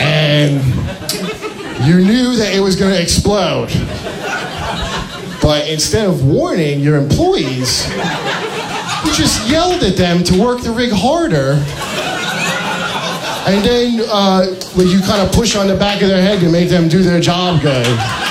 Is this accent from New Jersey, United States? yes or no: yes; New Jersey, United States; It's just that I grew up on the Jersey Shore, so I'm already used to this.